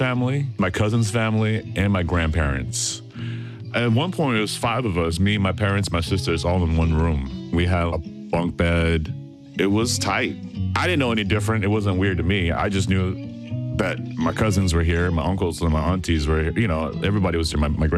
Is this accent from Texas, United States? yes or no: yes; Houston, Texas, United States; I grew up in Houston, Texas. The house was built sometime in the 70s. It was somewhat of a new suburban neighborhood.